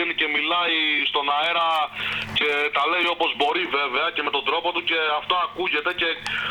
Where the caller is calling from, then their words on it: Kalamaria, Central Macedonia, Greece; από Καλαμαριά